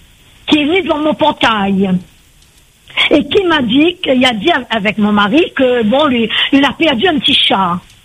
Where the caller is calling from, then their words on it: Le Tampon, Réunion; j'habite au Tampon.